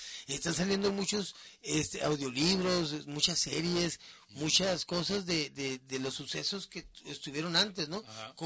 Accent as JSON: {"language": "Spanish", "country": "Dominican Republic", "said": "Yo soy acá de la República Dominicana, papá, tú sabes, bueno, rico"}